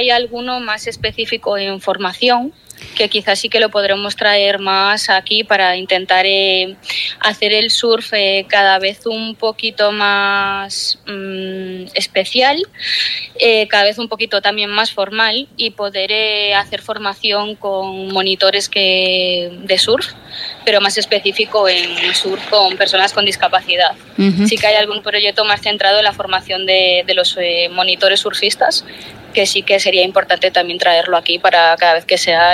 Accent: Vigo, Galicia, Spain; also born or lived in Nigrán; No, soy de aquí. Sí, yo vivo en Vigo, pero bueno, mi familia es de Nigrán. Parte de mi familia es de Nigrán, así que nada, estoy bastante más aquí a veces que en Vigo.

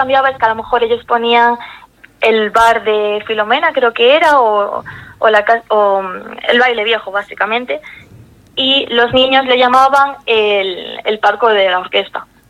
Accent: Vigo, Galicia, Spain; moved away as an adult; now in A Coruña, Spain

